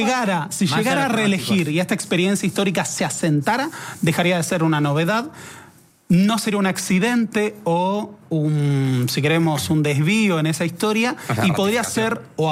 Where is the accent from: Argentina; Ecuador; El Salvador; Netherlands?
Argentina